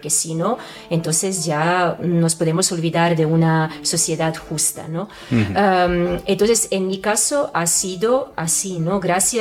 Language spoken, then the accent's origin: Spanish; Serbia; Spanish is a second language; moved away as an adult; país, de mi país, después de todo lo que ha pasado. Yo tengo que admitir de que realmente cuando salí de Serbia yo estaba agotada.